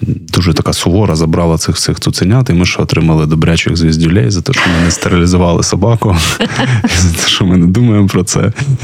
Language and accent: Ukrainian; Kyiv, Ukraine; moved away as an adult; now in Kharkiv, Ukraine; я взагалі киянин.